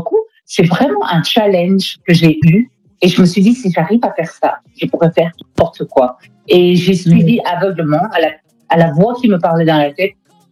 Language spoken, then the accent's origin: French; DR Congo; Cette chanson m'est venue parce que mon pays me tient tellement à cœur. Je suis congolaise.